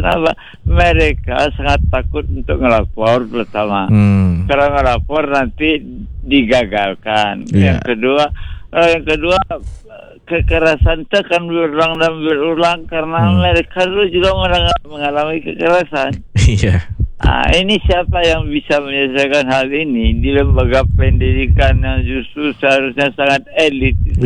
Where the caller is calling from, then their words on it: Padang, West Sumatra, Indonesia; di kota saya itu di Padang ya.